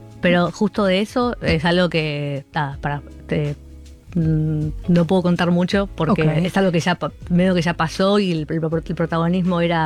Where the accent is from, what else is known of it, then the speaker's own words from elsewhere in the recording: Buenos Aires, Argentina; born there; moved away as an adult; also born or lived in London; Yo nací en Buenos Aires.